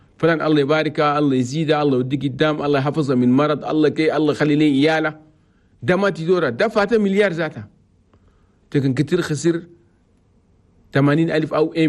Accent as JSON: {"language": "Arabic", "country": "Chad", "said": "انينا كلنا يالنا تشاد والله يحفظ بلدنا تشاد"}